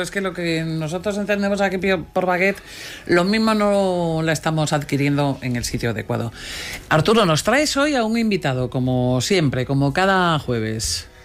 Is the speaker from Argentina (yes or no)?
no; Galicia, Spain; Es que yo también soy gallega, Edu.